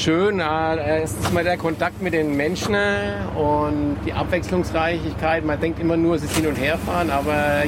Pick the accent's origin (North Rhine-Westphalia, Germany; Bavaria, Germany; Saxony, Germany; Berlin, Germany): Bavaria, Germany; Nordheim; ich komme aus Nordheim und fahre in Fahrfähre.